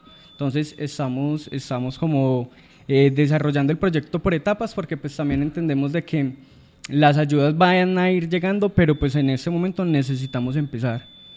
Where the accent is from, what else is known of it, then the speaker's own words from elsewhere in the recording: Belén de Umbría, Risaralda, Colombia; born there; somos de Belén, es la tierra pues que amamos y la que nos vio nacer.